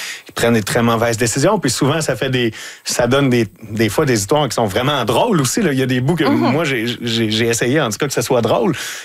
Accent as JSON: {"language": "French", "town": "Lavaltrie", "region": "Quebec", "country": "Canada", "moved": "yes", "lives_now": "Montreal, Canada", "said": "Non, mais quand je suis arrivé, moi, je viens de la Valtrie, dans la région, okay, de la Naudière. Mm-hmm. Puis quand je suis arrivé à Montréal, c'était ma porte d'entrée vers Montréal."}